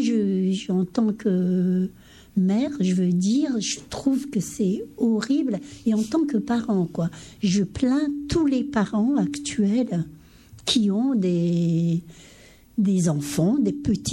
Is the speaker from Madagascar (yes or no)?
yes; Madagascar; now in France; notre pays à Madagascar, mais nous aussi on est malgache, mais on vit en France